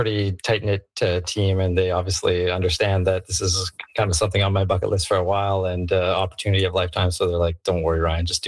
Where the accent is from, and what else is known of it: Canada